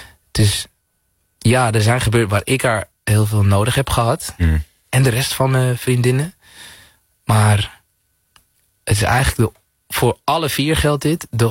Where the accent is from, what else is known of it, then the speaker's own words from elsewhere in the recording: Zaandam, North Holland, Netherlands; de plek waar ik vandaan kwam, Zaandam, was niet de meest heilige plek.